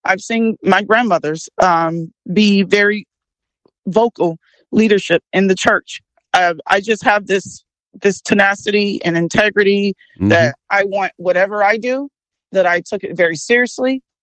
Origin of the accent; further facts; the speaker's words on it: DeKalb County, Georgia, United States; I'm from DeKalb County, so I understand my county.